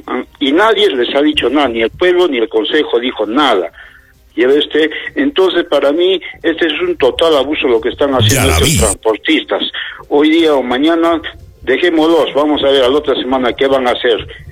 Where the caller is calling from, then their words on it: Arequipa, Peru; yo soy de Cebalere, ya de la Avenida Las Torres.